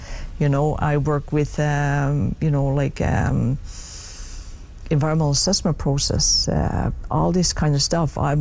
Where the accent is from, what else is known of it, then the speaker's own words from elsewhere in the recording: Makkovik, Newfoundland and Labrador, Canada; in actual fact, I'm from Northern Labrador. I'm born and raised in Mokovic. You know, I am a member of Nunatsivut Inuit.